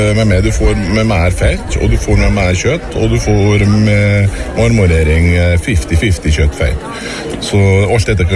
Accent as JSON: {"language": "Norwegian", "region": "Møre og Romsdal", "country": "Norway", "said": "Vi er fra Averøya, fra, kommer fra Langøya."}